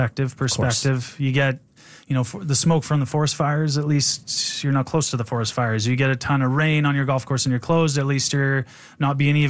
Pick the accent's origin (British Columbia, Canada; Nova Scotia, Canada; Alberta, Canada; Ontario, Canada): Alberta, Canada; Edmonton; I grew up in Mill Woods too.